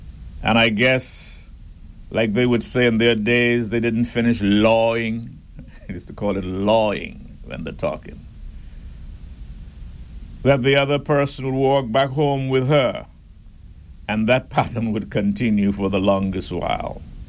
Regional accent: Bambarra, Middle Caicos, Turks & Caicos Islands; moved away; also born or lived in Jamaica; as I reflect from where I came from as a little boy, growing up in Bambara, and then on to Jamaica

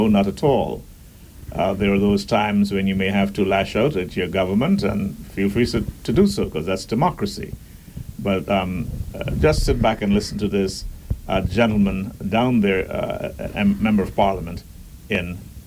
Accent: Bambarra, Middle Caicos, Turks & Caicos Islands; Reminded me of growing up in Bambara, Middle Caicos, when fish and grits was a regular thing, or conch and grits

